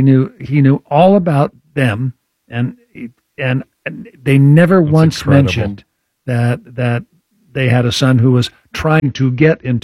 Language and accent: English; Boulder, Montana, United States; moved away; "That's in my hometown of Boulder, Montana, Gamble's department store." And he said, "How do you know that?" And I said, "Well, I was born and raised there."